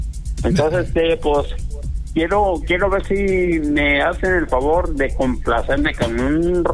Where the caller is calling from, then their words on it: San Agustín, Mexico; de San Agustín.